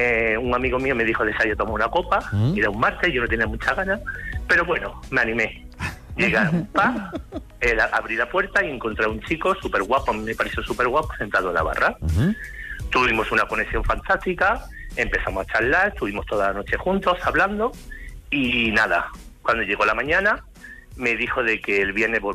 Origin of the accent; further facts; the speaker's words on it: Andalusia, Spain; él es más de 40 clases de Pinedo y yo soy de Andalucía.